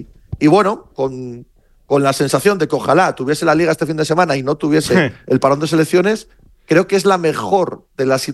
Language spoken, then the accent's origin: Spanish; Spain; También aquí se suma que somos españoles, es decir, que no es lo mismo preguntar esto en España que en Francia o en Italia.